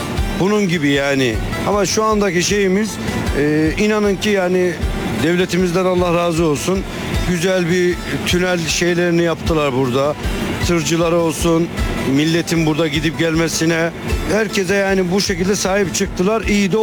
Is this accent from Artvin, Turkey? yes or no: yes; Artvin, Turkey; Artvin merkezde büyüdüm. Buralıyım.